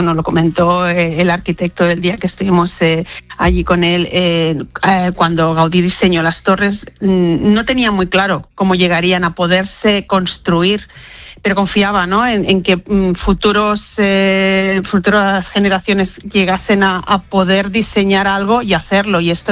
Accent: Barcelona, Catalonia, Spain; Yo soy de Barcelona

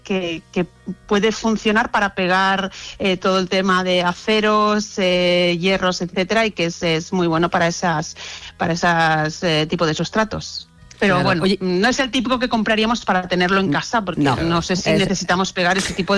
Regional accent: Barcelona, Catalonia, Spain; Yo soy de Barcelona, entonces la Sagrada Familia para mí es algo muy especial.

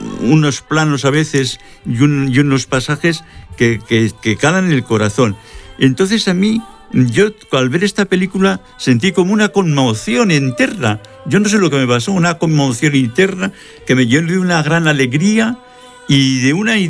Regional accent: Albalate de Zorita, Castilla-La Mancha, Spain; Sí, ese es mi pueblo, y allí pues yo viví mi niñez, mi adolescencia, hasta que me fui al seminario.

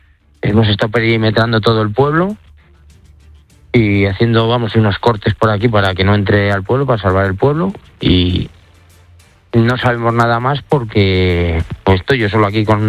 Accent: Las Navas de Jadraque, Castilla-La Mancha, Spain; Yo soy de las Navas de Jadraque.

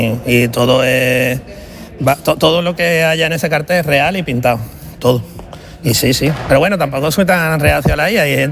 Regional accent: Cádiz, Andalusia, Spain; yo además soy de Cádiz, muy carnavalero

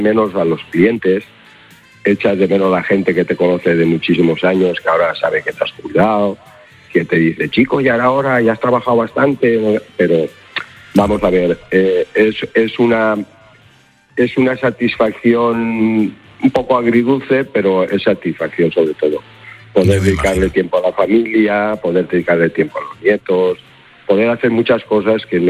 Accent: Gandia, Valencian Community, Spain; yo desde entonces, yo soy de Gandía, aquí en Gandía, toda la gente de la época aquella, todos los amigos míos

